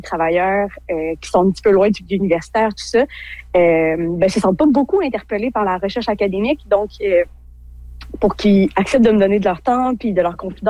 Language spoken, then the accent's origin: French; Val-d'Or, Quebec, Canada; J'ai grandi à Val-d'Or